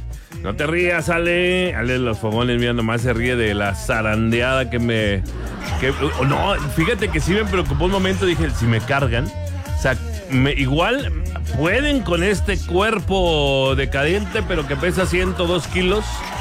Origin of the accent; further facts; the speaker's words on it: Mexico; now in Querétaro, Mexico; Es que cuando yo vine de México se echaba uno la pinta, pero cuando llegué aquí decían, ah, vamos a echarnos la gorda.